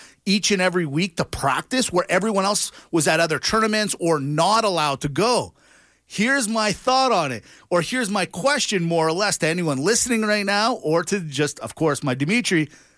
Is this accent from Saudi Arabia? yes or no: no; Canada; And by the way, we might be two Greek guys, but we're proudly Canadian.